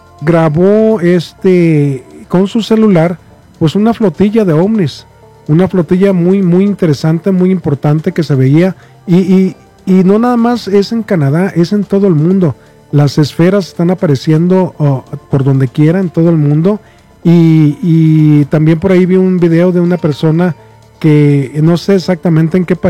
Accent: Mazatlán, Sinaloa, Mexico; now in Denver, United States; yo crecí en Mazatlán

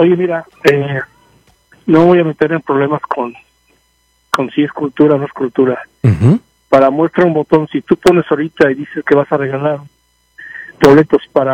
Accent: Mexico City, Mexico; yo soy de la capital

